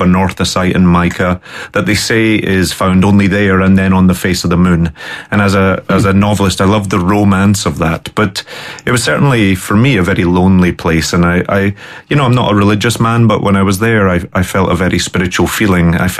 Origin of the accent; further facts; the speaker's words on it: Glasgow, Scotland, United Kingdom; You know, I'm a Glaswegian, I'm a Scotsman, that's what I am to my bones.